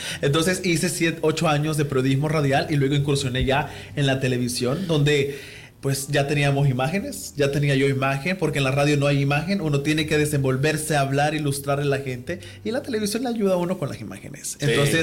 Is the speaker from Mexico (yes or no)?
no; El Salvador; Primeramente, bueno, soy de El Salvador, de Centroamérica